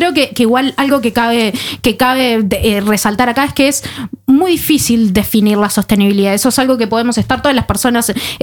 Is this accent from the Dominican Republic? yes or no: no; Uruguay; Aunque yo como uruguaya y mi papi como ingeniero agrónomo siempre me dice que la nuestra es mucho mejor.